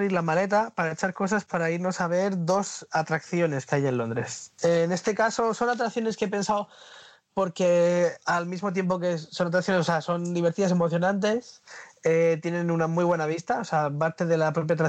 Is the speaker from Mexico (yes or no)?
no; Murcia, Region of Murcia, Spain; yo soy de Murcia.